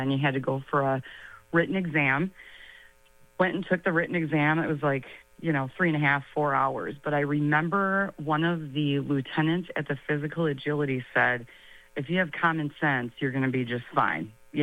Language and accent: English; Union Grove, Wisconsin, United States; I'm a Racine County resident, basically born and raised in Union Grove, Wisconsin.